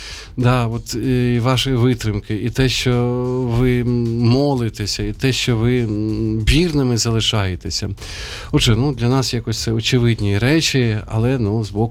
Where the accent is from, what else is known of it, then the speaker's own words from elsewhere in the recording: Sumy, Sumy Oblast, Ukraine; now in Kyiv, Ukraine; Аніна рідне місто, моє рідне місто, Запоріжжя і Суми